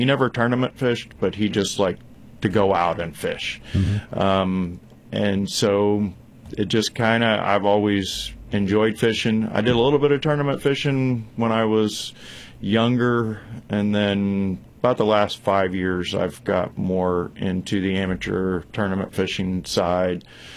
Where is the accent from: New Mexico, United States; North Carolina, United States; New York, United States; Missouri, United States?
Missouri, United States; Farmington; I'm from Farmington, born and raised here. Family's here. Went to high school here, graduated, worked as a paramedic here for 9 years